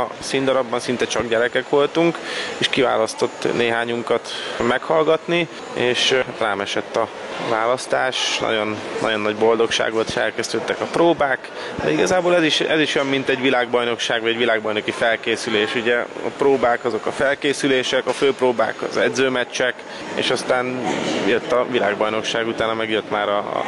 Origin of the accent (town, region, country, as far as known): Budapest, Hungary; born or raised there